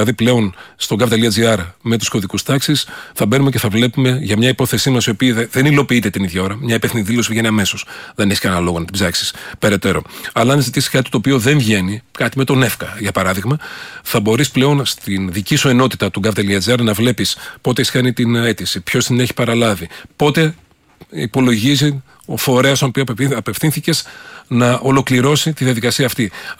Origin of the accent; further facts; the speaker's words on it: Thessaly, Greece; είτε είσαι από τα μέρη μου, από τη Θεσσαλία ή τα Τρίκαλα που μιλάς ίσως λίγο πιο βαριά